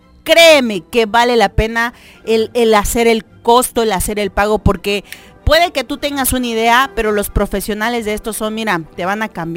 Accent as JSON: {"language": "Spanish", "town": "Tuxtla Gutiérrez", "region": "Chiapas", "country": "Mexico", "said": "Aquí como mexicano, como tuxleco, como chiapaneco"}